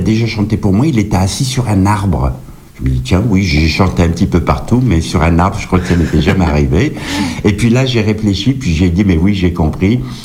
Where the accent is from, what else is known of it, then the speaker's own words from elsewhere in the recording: France; also born or lived in Kabylie, Algeria; Je suis d'origine berbère, je suis kabyle. Je suis né dans un petit village au sommet d'une montagne. Je suis kabyle, j'ai vécu toute ma vie en France, mais je suis d'origine berbère et kabyle.